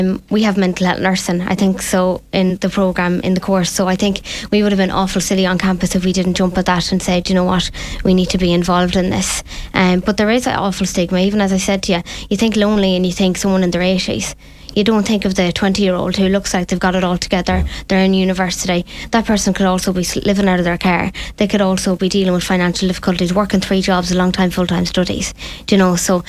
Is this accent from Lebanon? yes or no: no; Ireland; as Irish people, the first thing you say to someone is, how are you?